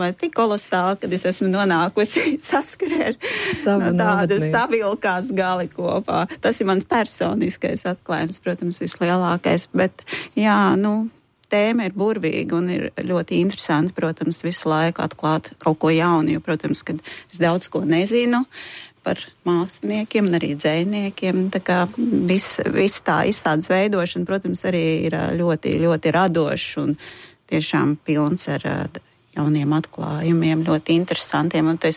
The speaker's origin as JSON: {"language": "Latvian", "town": "Cīrava", "region": "Kurzeme", "country": "Latvia", "tie": "born there", "said": "es esmu dzimis Cīravā."}